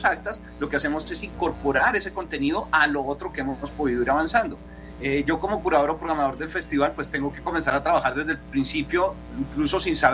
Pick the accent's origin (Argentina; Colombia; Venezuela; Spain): Colombia; nuestro país